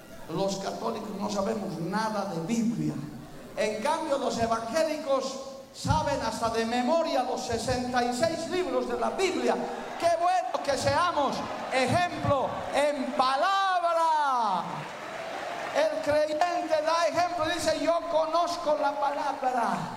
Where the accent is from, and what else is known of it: Bolivia